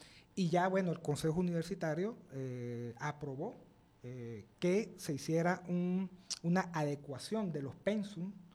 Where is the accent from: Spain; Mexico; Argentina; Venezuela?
Venezuela; Mis padres son extranjeros, pero yo prácticamente me siento más venezolano que cualquier otra persona, porque yo amo a mi país, yo amo mi tierra.